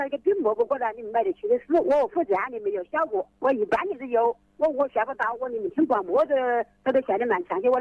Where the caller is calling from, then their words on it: Wuhan, Hubei, China; 我是蔡甸区的张湾街的。